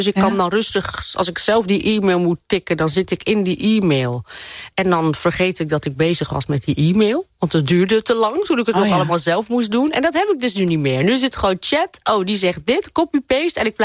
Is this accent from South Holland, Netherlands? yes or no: no; Volendam, North Holland, Netherlands; Ik ben geboren en getogen in Volendam.